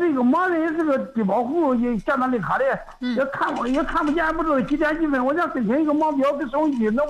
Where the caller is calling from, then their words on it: China; 广县的。